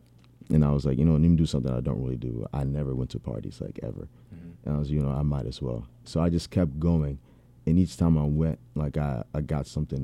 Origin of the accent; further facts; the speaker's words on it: Richmond, United States; born there; also born or lived in South Sudan; I was born in South Sudan. Came here in, like, 2000, but I spent most of my life in Richmond.